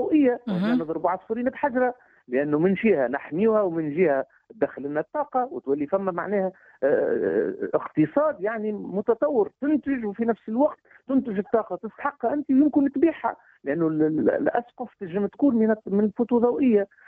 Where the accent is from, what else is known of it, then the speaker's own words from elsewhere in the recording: Tunisia; عندنا في تونس